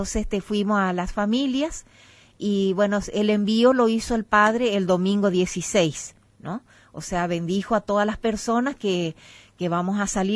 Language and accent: Spanish; Las Lomitas, Formosa, Argentina; ni yo que soy de Las Lomitas